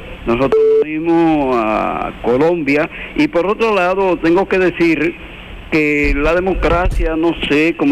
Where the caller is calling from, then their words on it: Santo Domingo, Dominican Republic; desde el barrio Villa María